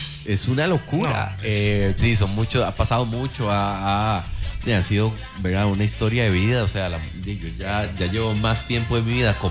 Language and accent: Spanish; Costa Rica; moved away as an adult; now in Mexico; Costa Rica nos ha dado todo y sé que es donde crecimos. Y en mi país